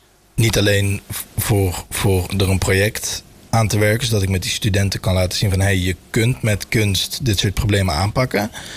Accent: Belgium; also born or lived in Tilburg; Maar ik woon al heel mijn leven in België. Mijn ouders woonden daar voordat ik geboren was. Maar ik ben in Tilburg geboren.

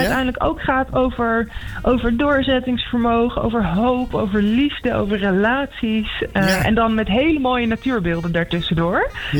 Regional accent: Amsterdam, North Holland, Netherlands; in Amsterdam. Dat is ook mijn thuisstad.

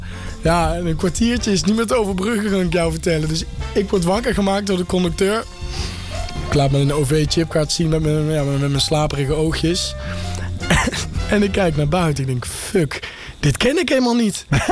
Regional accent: Eindhoven, North Brabant, Netherlands; Ik kom zelf uit Eindhoven, dus ja goed. Het was een dik uur onderweg.

